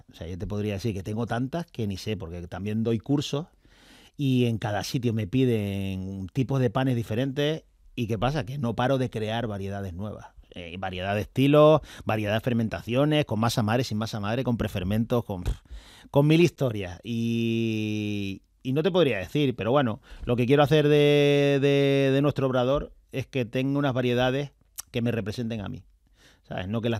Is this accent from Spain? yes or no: yes; Tenerife, Canary Islands, Spain; aunque yo soy de Tenerife